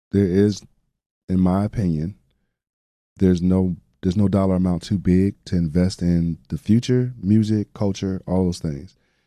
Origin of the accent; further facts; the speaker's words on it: Millington, Tennessee, United States; I'm from Millington. I play football in Millington and stuff.